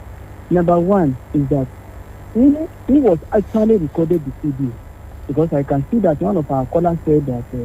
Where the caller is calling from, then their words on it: Nigeria; I'm calling from Ekotono.